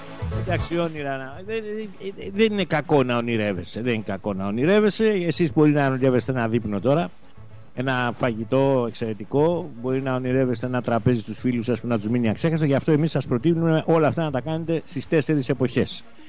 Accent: Western Greece, Greece; Καλημέρα απέναντι στην Ετωλόα Καρνανία, την πατρίδα μου, στο Μεσολόγγητο Αγρίνιο, Λούθε.

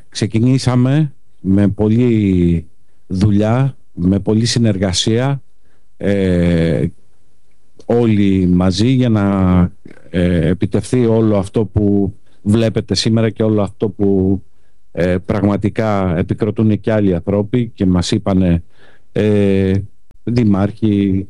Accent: Western Greece, Greece; λόγω ότι είμαι από τη Δυτική Αχαΐα

